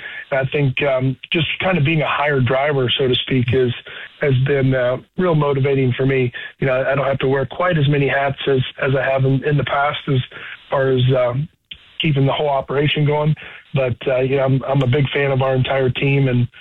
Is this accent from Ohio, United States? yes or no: yes; Columbus, Ohio, United States; my hometown of Columbus, Ohio